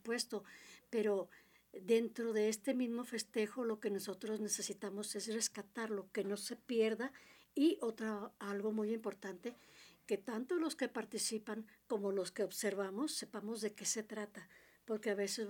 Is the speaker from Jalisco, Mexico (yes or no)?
no; Zacatecas, Mexico